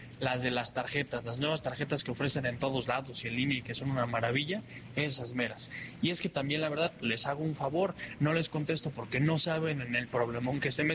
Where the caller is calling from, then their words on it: Mexico City, Mexico; de Iztapalapa para el Mundo